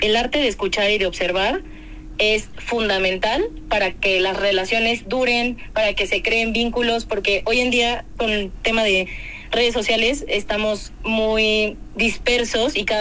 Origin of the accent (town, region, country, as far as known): Córdoba, Veracruz, Mexico; born there; moved away